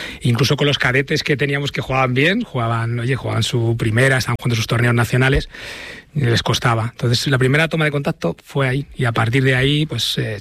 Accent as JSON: {"language": "Spanish", "town": "Leganés", "region": "Community of Madrid", "country": "Spain", "said": "da la coincidencia que también soy de Leganés, entonces le conozco, soy de Leganés, entonces le conozco también de allí"}